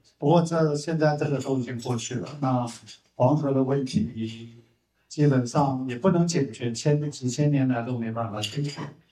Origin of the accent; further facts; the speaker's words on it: Taiwan; 我们台湾人